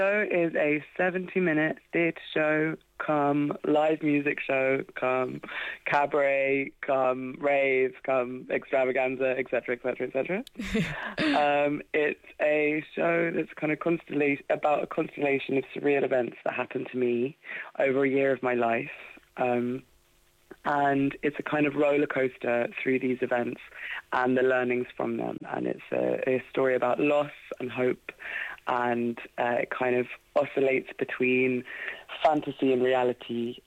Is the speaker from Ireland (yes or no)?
yes; Cork, Munster, Ireland; born there; I was born in Cork